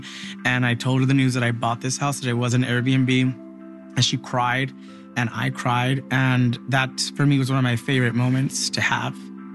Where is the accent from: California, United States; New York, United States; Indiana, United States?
California, United States; San Gabriel Valley; I was born in Los Angeles. I grew up in SGV in San Gabriel Valley.